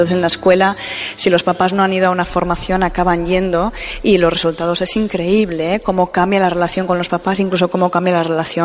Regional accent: Valencia, Valencian Community, Spain; Soy de Valencia. Pues estoy entre Madrid, Valencia

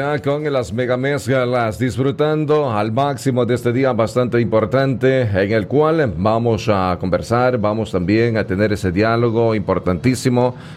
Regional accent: Ecuador; now in Spain; quienes en su momento salimos de nuestro territorio patrio, pero seguimos haciendo patria aquí en España, pero sin olvidarnos de la tradición y de la cultura que de esta manera pues nos mantiene siempre fortalecidos y unidos como buenos ecuatorianos y sobre todo también ante la fe y la religión católic

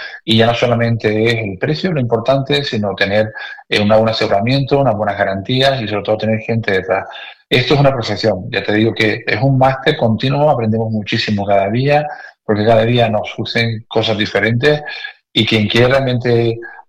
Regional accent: Canary Islands, Spain; accent: Canarian; Canarias, entonces yo soy canario, por mi acento ves que no soy de aquí.

